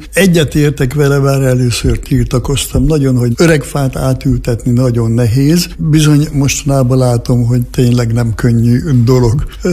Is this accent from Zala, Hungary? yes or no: no; Szentes, Csongrád-Csanád, Hungary; born there; moved away as an adult; also born or lived in Szatmár